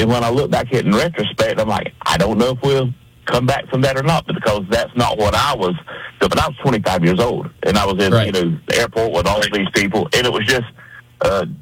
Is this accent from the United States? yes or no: yes; North Carolina, United States; born there; also born or lived in Raleigh; I was born in Raleigh, but I've lived in rural southeastern North Carolina for 50 of my 55 years.